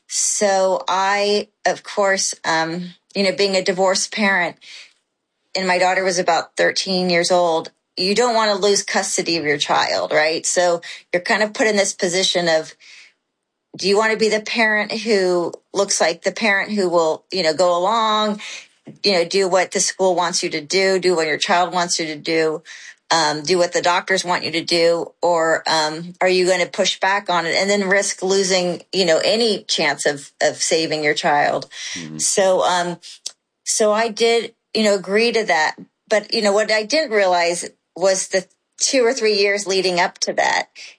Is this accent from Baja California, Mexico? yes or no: no; Mexico City, Mexico; also born or lived in Thailand; I was raised overseas in Mexico City in Thailand. And my parents, they moved to San Diego when I was in high school.